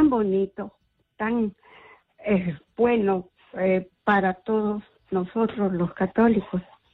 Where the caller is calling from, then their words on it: San Vicente de Cañete, Lima, Peru; llamo de Cañete